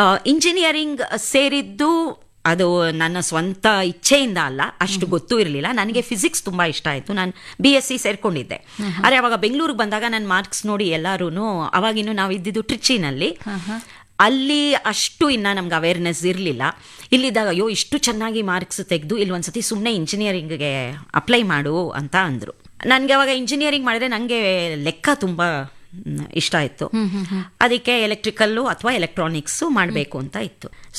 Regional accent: Karnataka, India; moved away as an adult; also born or lived in Visakhapatnam; ನಾನು ಕನ್ನಡದವಳು

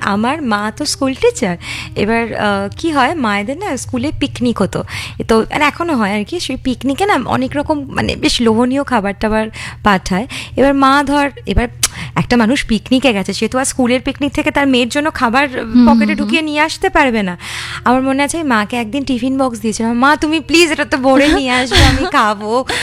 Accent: Belgharia, West Bengal, India; আমি যে জায়গায় বড় হয়েছি মানে বেলঘড়িয়া তো একটু শহরতলি

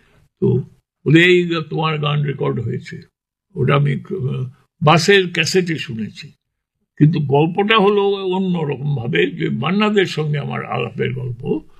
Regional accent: India; তো তখন আমি ইন্ডিয়ান ছাত্র, মানে সানন্দে সাগ্রহে সই করলাম তাড়াতাড়ি করে

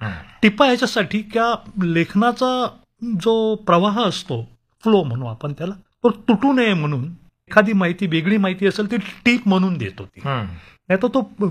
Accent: Mumbai, Maharashtra, India; मुंबईला मी माझी sir I समजतो, दुसरी आई जन्म देणारी असतेच, हिने मला वाढवलं. पालनपोषण हे शहराने केलंय माझं.

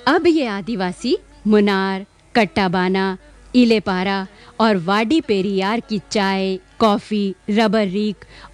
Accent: Kerala, India; now in Delhi, India; कमल जी, बचपन तो मेरा केरल में बीता था, मगर बाद में मैं दिल्ली चली आई।

